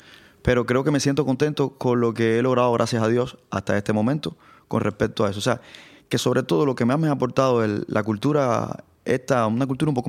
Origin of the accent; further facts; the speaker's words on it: Santiago de Cuba, Cuba; moved away; yo vengo de Santiago de Cuba, donde hay mucha tradición, donde yo respiraba, yo pasaba por la Casa de la Trova y oía a … o sea, eso era como parte ya de mi cultura